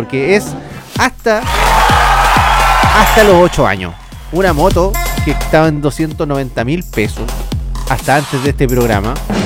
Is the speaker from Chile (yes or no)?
yes; Chile; Para que vean que uno es chileno.